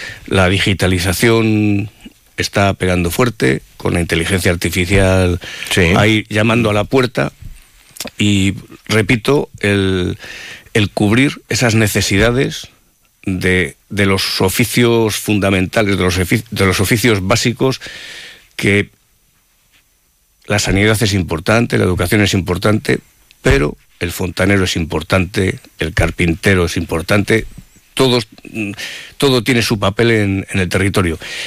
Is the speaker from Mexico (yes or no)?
no; Castile and León, Spain; somos muy castellanos en eso de no alegrarnos de lo que hacemos